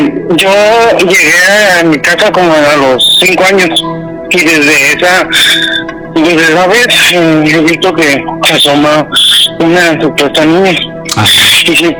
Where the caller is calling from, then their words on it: Tijuana, Baja California, Mexico; Desde Tijuana.